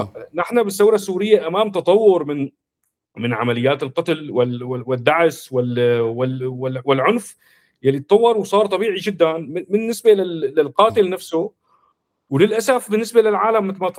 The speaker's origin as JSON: {"language": "Arabic", "country": "Syria", "said": "نفس المصطلحات اللي ظهرت عندنا بسوريا."}